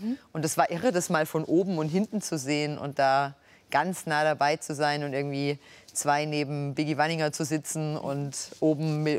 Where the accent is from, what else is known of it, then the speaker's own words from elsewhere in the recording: Baden-Württemberg, Germany; born there; moved away as an adult; Ah, ich bin genau in Baden-Württemberg geboren. Ich bin zum Studium nach NRW gekommen